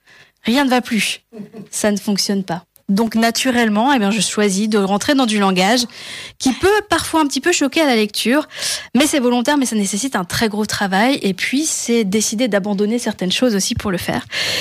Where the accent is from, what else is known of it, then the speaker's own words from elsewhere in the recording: Grand Est, France; Je suis alsacienne, j'adore ma région, et j'avais envie un petit peu d'insister, de dire venez, on embarque en Alsace